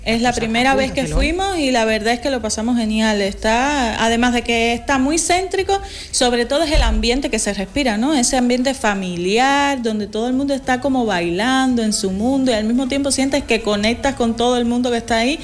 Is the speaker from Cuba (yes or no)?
yes; Cuba; Bueno, yo no sé si tengo el ritmo en la sangre, a lo mejor ahí dejo a los cubanos un poco por debajo del nivel